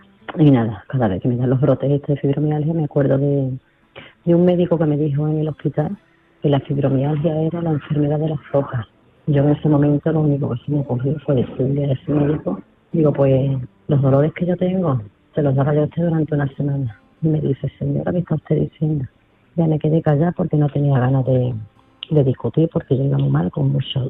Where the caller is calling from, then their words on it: Seville, Andalusia, Spain; de Sevilla.